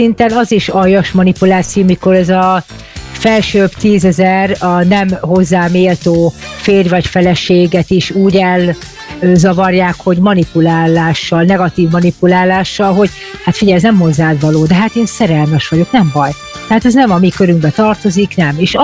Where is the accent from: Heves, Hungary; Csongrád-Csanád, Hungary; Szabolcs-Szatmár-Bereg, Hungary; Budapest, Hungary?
Budapest, Hungary; born there; Hát én a Baba utcában születtem Pester Zsébeten, onnan jöttem.